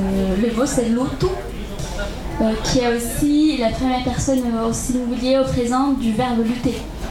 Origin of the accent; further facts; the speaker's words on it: Brazil; first language Portuguese; French is a second language; je suis brésilienne.